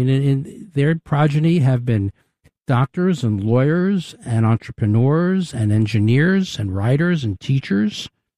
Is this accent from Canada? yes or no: no; United States; And as a Jew, as an American Jew, I can say no country in the history of the world has been better to its Jews than the United States.